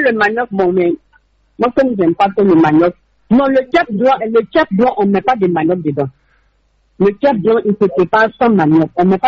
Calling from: Songon, Abidjan, Côte d’Ivoire; Je appelle de Songo.

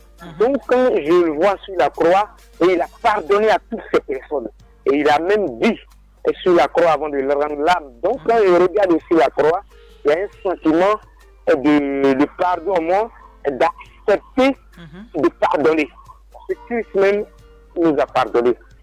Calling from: Abidjan, Côte d’Ivoire; dans notre temple, à Gonzague ici

